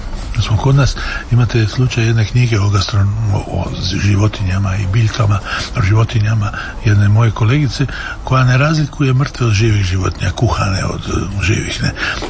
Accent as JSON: {"language": "Croatian", "area": "Hvar", "region": "Split-Dalmatia County", "country": "Croatia", "tie": "born or raised there", "said": "povezuju nas dva zavičaja, makarsko hvarski, njegov makarski, moj hvarski"}